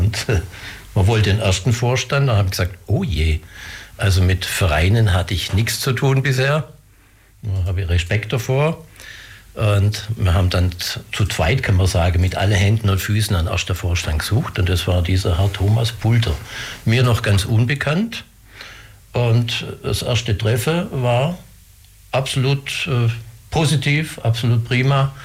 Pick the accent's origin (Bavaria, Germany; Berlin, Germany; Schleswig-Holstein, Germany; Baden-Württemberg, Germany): Baden-Württemberg, Germany; Ulm; born there; Ich bin von Geburt an Ulmer. Ein Schwab, aber ich kann auch so ein bisschen Hochdeutsch